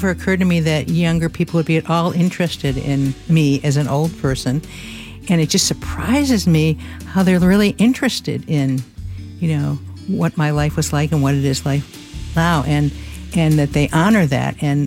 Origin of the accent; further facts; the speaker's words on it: Ohio, United States; now in Eugene, United States; I am 72 years old, which is also amazing. Was originally from Ohio and came here in 1977 to Eugene.